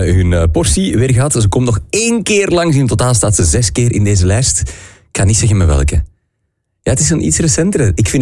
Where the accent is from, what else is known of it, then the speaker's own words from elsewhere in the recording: Merksem, Flanders, Belgium; Nee, ik ben van Merksem, dat ligt er vlakbij.